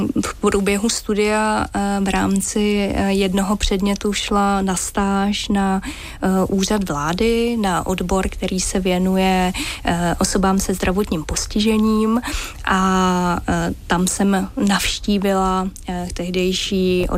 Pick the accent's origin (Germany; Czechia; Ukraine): Czechia; Mělník, Central Bohemian Region; když jsem jezdila mezi Mělníkem a Prahou, Prahou a Mělníkem, protože já jsem z Mělníka